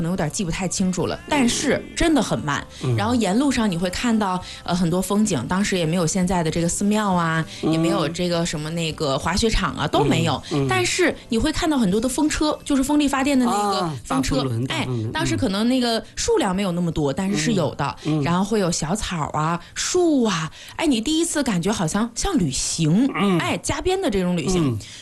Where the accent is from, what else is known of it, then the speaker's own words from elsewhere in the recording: Zhalainuoer District, Inner Mongolia, China; 要准确的说，真是扎区长大。